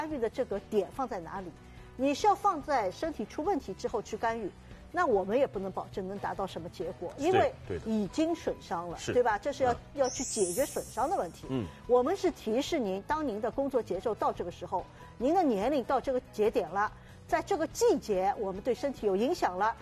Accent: China; 我们中国人

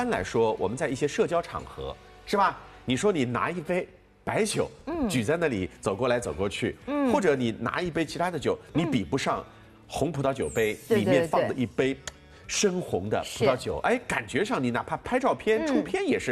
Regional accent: Shanghai, China; 这也是我们上海人的特点。

